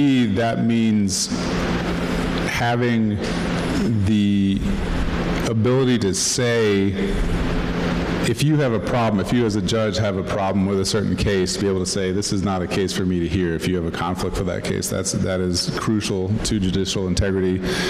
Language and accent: English; Michigan, United States; now in Boone, United States; I grew up in Michigan and then found my way down here to North Carolina and to the mountains. I live in Boone. I've lived there, at this point, longer than I've lived anywhere else in my entire life. I consider that home.